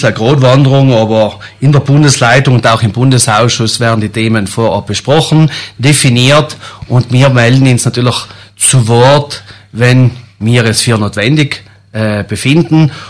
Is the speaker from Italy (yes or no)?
yes; Trentino-Alto Adige, Italy; so wie wir es als Tiroler, als Alpenvolk gewesen sein, die Leute herzlich willkommen zu heißen, aber auch zu sagen, wer wir sein.